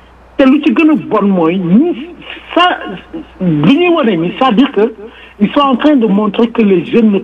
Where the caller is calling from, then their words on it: Senegal; en tant que Sénégalais